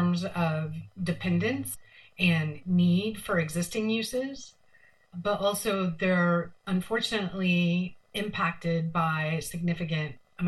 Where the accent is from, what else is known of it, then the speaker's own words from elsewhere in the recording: Missouri, United States; born there; Well, I was born in Southwest Missouri, and water is a big part of life here.